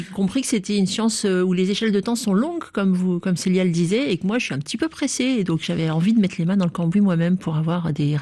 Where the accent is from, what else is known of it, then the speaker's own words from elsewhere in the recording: Centre-Val de Loire, France; je venais de Sologne, où il y a la station de radioastronomie de Nancy